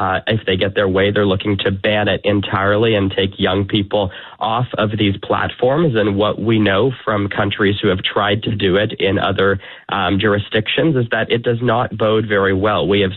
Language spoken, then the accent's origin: English; Ontario, Canada; Canada, where I'm speaking to you from, I'm from Toronto, about an hour east of Toronto.